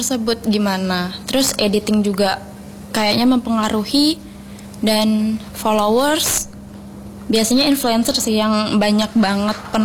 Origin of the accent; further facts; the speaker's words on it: Java, Indonesia; now in Jambi, Indonesia; Aku aslinya dari Jawa.